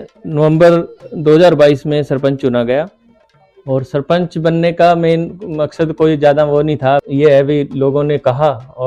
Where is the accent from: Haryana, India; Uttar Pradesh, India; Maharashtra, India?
Haryana, India; Ambala; born or raised there